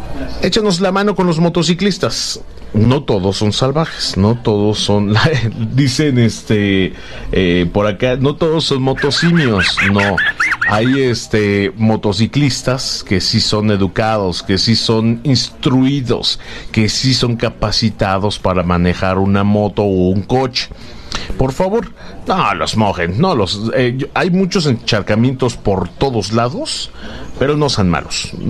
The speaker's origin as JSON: {"language": "Spanish", "country": "Mexico", "said": "Después también dicen que somos República Mexicana, pero aquí el pueblo manda y el pueblo es el que dice, ¿saben qué? Así nos conocen."}